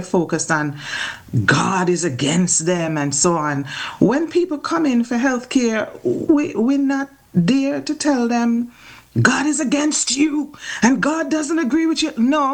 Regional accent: Antigua & Barbuda; I was born and raised in Antigua

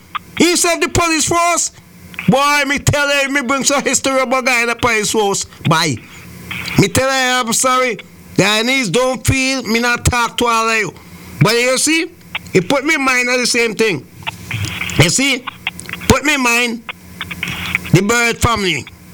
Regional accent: St. Kitts & Nevis; My hometown, St. Kitts

